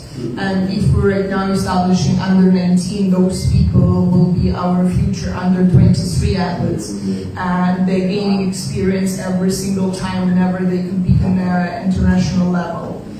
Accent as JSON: {"language": "English", "country": "Belarus", "moved": "yes", "said": "I represent my country. I'm originally from Belarus."}